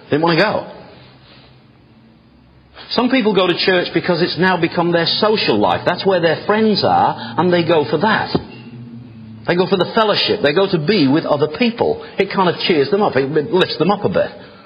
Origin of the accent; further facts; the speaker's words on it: England, United Kingdom; moved away; I was brought up in England